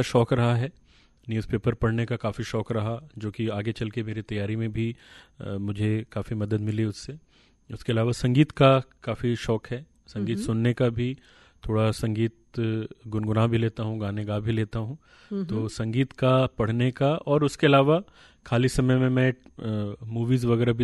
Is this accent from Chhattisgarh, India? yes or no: yes; Korba, Chhattisgarh, India; also born or lived in Raikera, Jashpur district / Raipur; now in Jagdalpur, India; मैं मूल रूप से छत्तीसगढ़ का ही रहने वाला हूँ